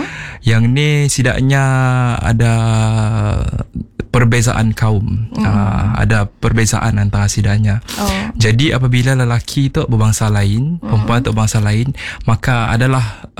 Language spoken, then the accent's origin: Malay; Kuching, Sarawak, Malaysia; now in Bintulu, Malaysia; Kami berasal daripada Kuching, Sarawak.